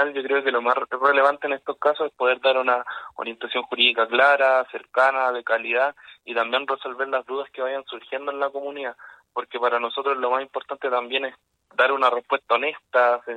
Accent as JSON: {"language": "Spanish", "region": "Maule", "country": "Chile", "tie": "born or raised there", "said": "yo soy nacido y criado en Maule, tengo un vínculo real con la comunidad"}